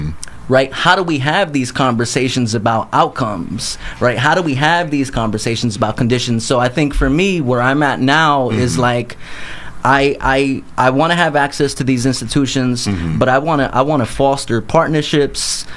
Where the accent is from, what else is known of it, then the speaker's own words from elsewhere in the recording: New Jersey, United States; so I grew up in New Jersey. I'm a disabled Puerto Rican kid.